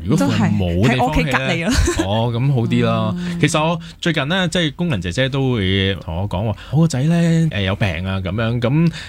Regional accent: Hong Kong; 我哋系香港人

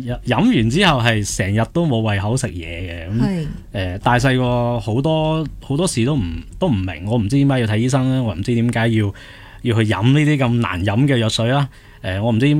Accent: China; moved away; 我系喺内地出世同埋长大嘅

